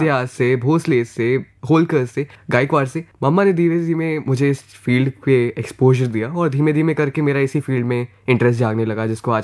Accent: Kanpur, Uttar Pradesh, India; और मैं कानपुर उत्तर प्रदेश का निवासी हूँ। मेरी उम्र 15 वर्ष है

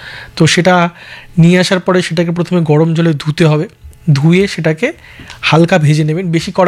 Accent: West Bengal, India; আমি তো বাঙাল নই, আমি পুরো মানে ঘটি

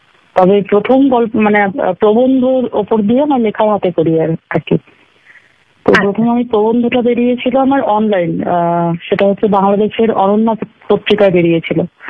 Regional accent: Asansol, West Bengal, India; also born or lived in Malda; অনেকটাই আমি আসানসোলে বড় হয়েছি, আমার এখানে জন্ম এবং এখানে বড় হওয়া। কিন্তু তারপরে পড়াশোনার জন্য আমাকে উত্তরবঙ্গে যেতে হয়, মালদায় বহুদিন ছিলাম

